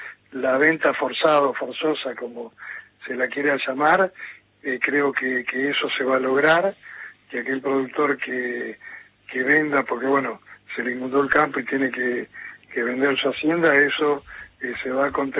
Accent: Argentina; como muchos argentinos, al crédito le tenemos cierto resquemor

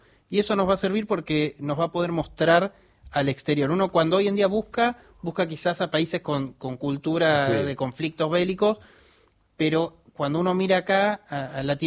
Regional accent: Argentina

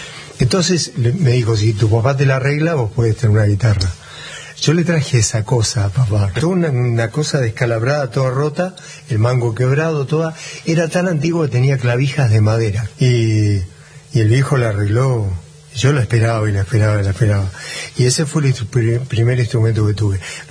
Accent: Coronel Suárez, Buenos Aires Province, Argentina; born there; Nací en Corral Suárez, hay tres colonias alemanas ahí nomás, al lado de Corral Suárez, y yo nací en la ciudad. Papá era carpintero.

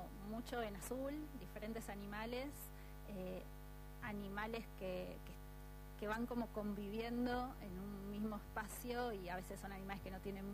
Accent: Buenos Aires, Argentina; De acá, de Capital

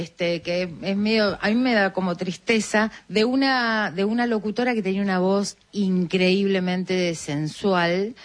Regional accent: Argentina; Ahí somos argentinos, podemos hacer

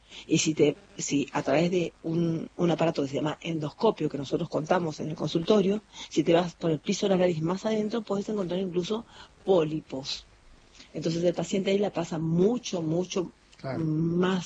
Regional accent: Bellavista, Corrientes, Argentina; Yo estoy en realidad ciudad, yo le digo pueblo, pero ciudad. Yo estoy en Bellavista, Corrientes, ocasionalmente, pero Trabajo en Buenos Aires, obvio.

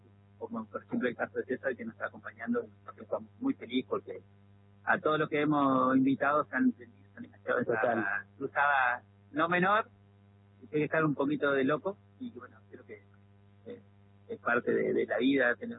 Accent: Viale, Entre Ríos, Argentina; born there; now in Paraná, Argentina; Claro, yo estoy acá a 50 kilómetros, tengo donde nací en Viale, tengo un pequeño lugar donde procesamos para la carne.

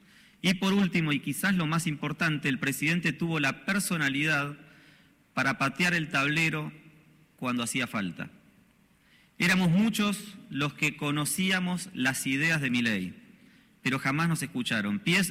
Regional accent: Hurlingham, Buenos Aires Province, Argentina; also born or lived in Ramos Mejía; nací aquí en la ciudad de Buenos Aires en 1978 y me crié en Hurlingham y Ramos Mejía, zona oeste del Gran Buenos Aires.

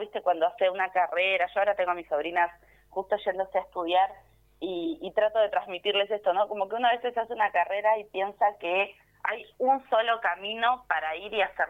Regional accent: El Calafate, Santa Cruz, Argentina; born or raised there

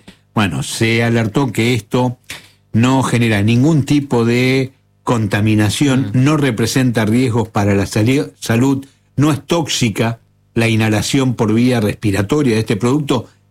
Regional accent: Río Grande, Tierra del Fuego, Argentina; cuando era chico en Río Grande

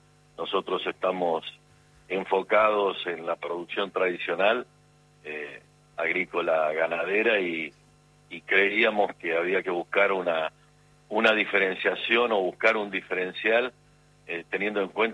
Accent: Martínez de Oz, Buenos Aires Province, Argentina; yo de un pueblito de Martínez de Oz, a 20 kilómetros de distancia, sí, en el partido de Lincoln

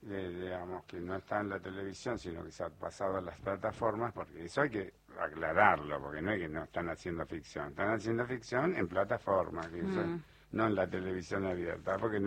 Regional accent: Argentina; como nos encanta a los argentinos.

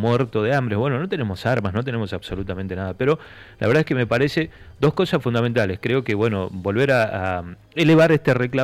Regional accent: Argentina; nos nace ese ser argentino

